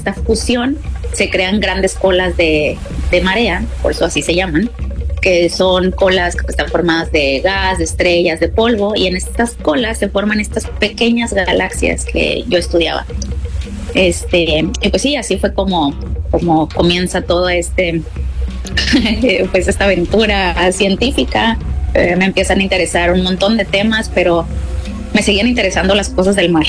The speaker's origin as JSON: {"language": "Spanish", "region": "Baja California Sur", "country": "Mexico", "said": "el lugar donde antes vivía, que era Baja California Sur. Yo soy de acá, de la Baja, y bueno, me regreso"}